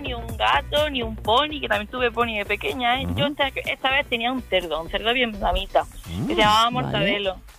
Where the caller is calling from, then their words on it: Almería, Andalusia, Spain; que soy de Almería